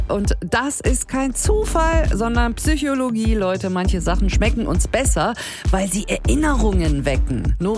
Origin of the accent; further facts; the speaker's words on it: Melle, Lower Saxony, Germany; Beamt mich nämlich direkt ins Freibad meiner Kindheit zurück in Melle.